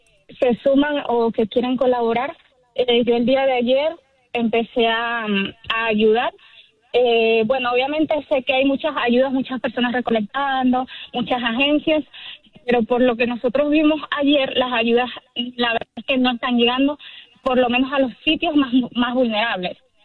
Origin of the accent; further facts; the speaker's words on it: Barcelona, Anzoátegui, Venezuela; yo soy de Barcelona y mi familia directamente no se vio afectada